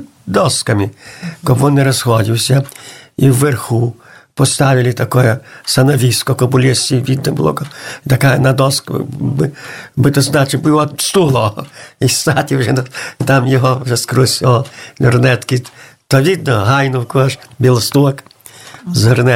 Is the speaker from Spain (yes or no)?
no; Zubowo, Podlaskie Voivodeship, Poland; І з Масєва були тут така, я була з Зубова, от Бориска, замужем є в Масєві.